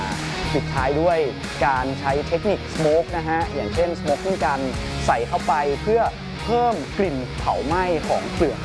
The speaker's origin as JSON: {"language": "Thai", "region": "Chiang Mai", "country": "Thailand", "tie": "born or raised there", "said": "เป็นคนเชียงใหม่โดยแท้จริงแล้วเราเติบโตมาในบ้านเมืองเชียงใหม่"}